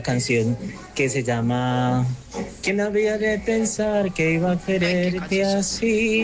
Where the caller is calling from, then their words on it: Medellín, Antioquia, Colombia; de Manrique.